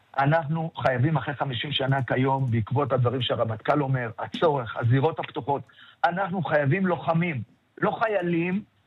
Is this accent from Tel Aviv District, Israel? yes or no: yes; Tel Aviv, Tel Aviv District, Israel; גם כילד בדרום תל אביב וגם המשפחה שלו, שנים הצביעו לליכוד.